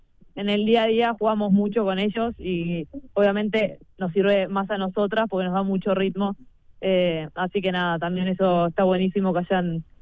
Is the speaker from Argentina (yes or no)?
no; Uruguay; moved away; also born or lived in Netherlands / Belgium; Sí, no, hoy ya volví a Uruguay este año. Estoy jugando en Biwa, pero sí, fue muchos años afuera.